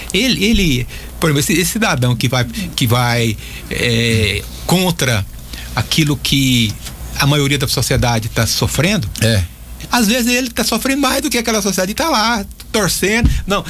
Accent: Goiás, Brazil; born there

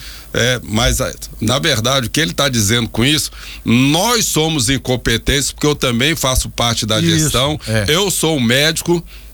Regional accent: Rio de Janeiro, Brazil; moved away; eu sou lá do Rio, a gente fala lá é favela

